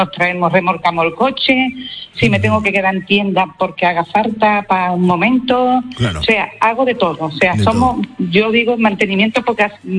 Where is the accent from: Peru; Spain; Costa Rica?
Spain; Tarifa, Andalusia